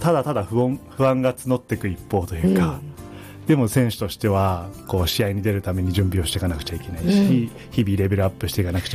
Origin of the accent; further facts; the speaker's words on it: Gunma, Japan; で2020年にまた群馬に戻ってくるんですけど、